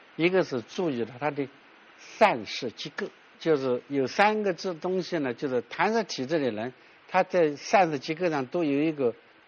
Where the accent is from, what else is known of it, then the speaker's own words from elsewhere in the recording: China; 我们中国人现在有一个问题